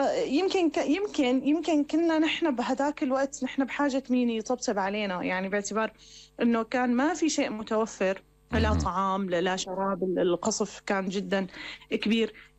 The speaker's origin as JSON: {"language": "Arabic", "town": "Damascus", "region": "Damascus Governorate", "country": "Syria", "said": "نعم نعم في دوما تحديدا، يعني سبحان الله أنا بنت الشام بنت الميدان، لكن قبل"}